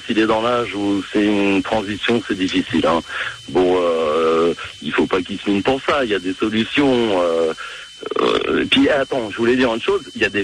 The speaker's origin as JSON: {"language": "French", "town": "Paris", "region": "Île-de-France", "country": "France", "said": "Je suis originaire de Paris, mais bon..."}